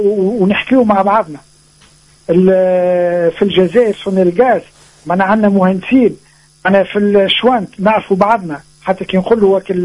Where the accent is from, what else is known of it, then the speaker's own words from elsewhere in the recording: Tunisia; اللي عندنا في تونس